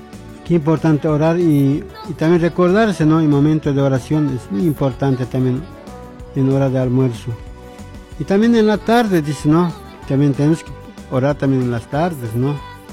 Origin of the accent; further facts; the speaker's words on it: La Paz, Bolivia; yo soy de La Paz, de Bolivia, y de La Paz